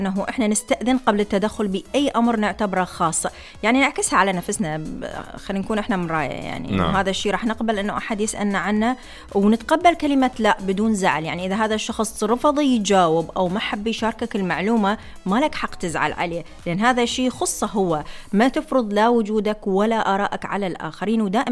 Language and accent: Arabic; Iraq